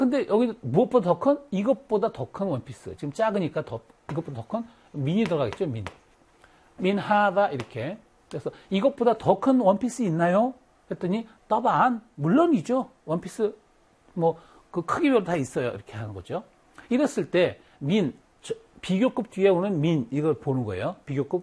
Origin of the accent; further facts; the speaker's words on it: Wonju, Gangwon, South Korea; 내 고향 원주가 제일 예쁘다고 생각하는데